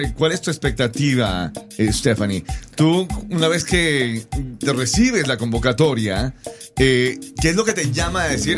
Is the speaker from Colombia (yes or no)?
no; Bolivia; como boliviano, la gastronomía boliviana también está abriéndose mucho